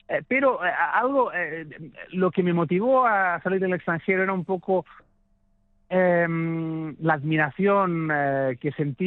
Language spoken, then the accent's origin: Spanish; Spain; also born or lived in New York; yo nunca quiero renunciar a mis raíces. Y me siento pues muy feliz de estar en mi país en fin, de tener una carrera en Cataluña y en España, ¿no?